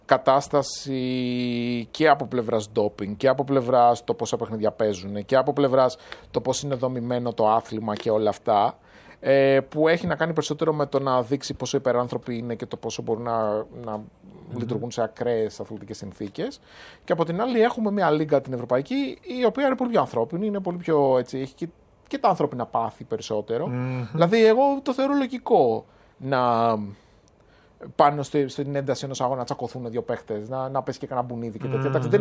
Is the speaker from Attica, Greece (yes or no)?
yes; Peristeri, Attica, Greece; also born or lived in Agrinio; όταν γύρισα από το Αγρίνιο και ήμουν μεγάλωσα στη Χωράφα πάνω στο Περιστέρι.